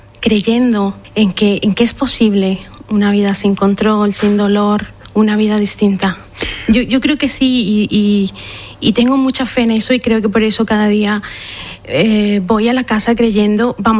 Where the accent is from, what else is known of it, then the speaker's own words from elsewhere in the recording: Colombia; Bueno, siempre vengo de Colombia, entonces mi madre enfermera y crecí